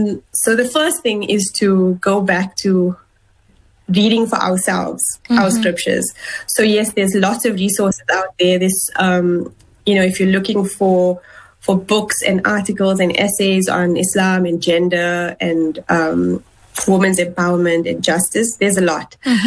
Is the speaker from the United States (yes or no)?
no; South Africa; you know, as a South African, as a Muslim.